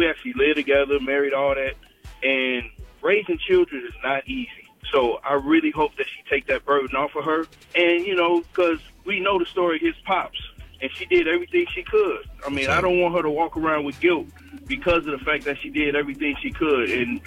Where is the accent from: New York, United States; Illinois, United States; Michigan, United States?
Illinois, United States; Chicago; I'm born and raised in Chicago. I actually live in Chicago, Southside